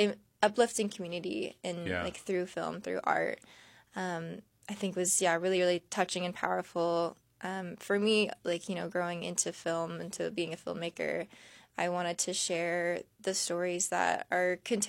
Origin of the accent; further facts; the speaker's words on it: Santa Clarita, California, United States; also born or lived in San Diego, California; I grew up in Santa Clarita, California. It's like just north of LA.